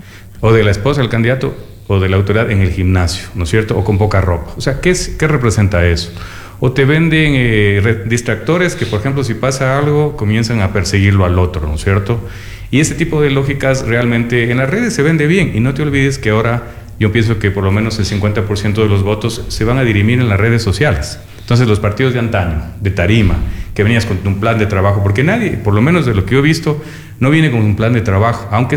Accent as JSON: {"language": "Spanish", "region": "Loja", "country": "Ecuador", "said": "al ser lojano"}